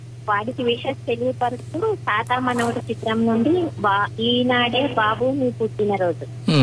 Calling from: Khammam, Telangana, India; నేను ఖమ్మం నుంచి

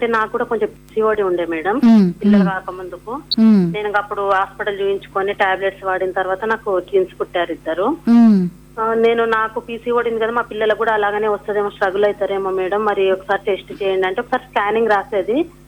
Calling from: Hyderabad, Telangana, India; మేము హైదరాబాద్ నుంచి మాట్లాడుతున్నాం మేడం.

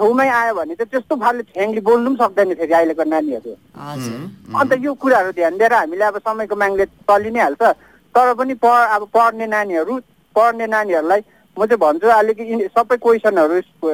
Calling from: Mirik, West Bengal, India; म तपाईँहरूको एकदम रेगुलर लिसनर मिरिक थर्मनिङ्गालीबाट … बोल्दैछु।

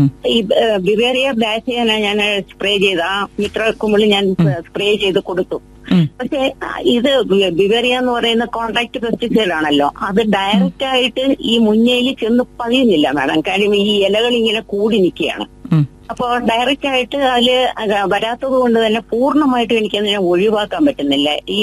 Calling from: Ulloor, Kerala, India; ഉള്ളൂരിൽ നിന്നാണ് സംസാരിക്കുന്നത്.

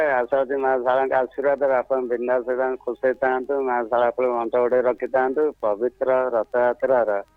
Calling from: Kotila, Odisha, India; କୋଟିଲା କନପୁର ଜଗତସିଂହପୁର କହୁଥିଲି।

